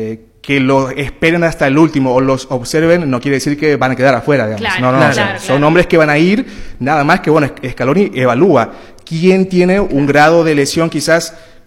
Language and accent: Spanish; Argentina